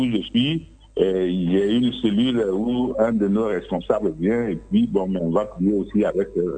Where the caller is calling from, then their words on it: Abidjan, Côte d’Ivoire; J'appelle de Trècheville